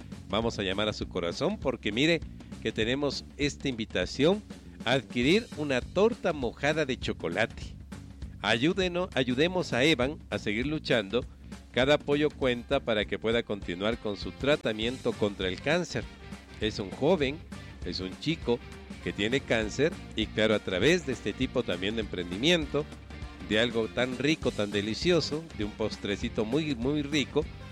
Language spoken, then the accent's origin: Spanish; Quito, Pichincha, Ecuador; Y hagamos también de nuestro corazón solidario, como somos los quiteños, para ayudar a Evan.